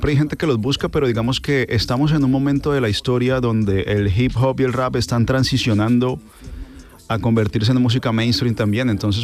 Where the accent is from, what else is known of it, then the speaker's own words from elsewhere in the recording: Cali, Valle del Cauca, Colombia; Yo soy caleño, de Cali, Colombia.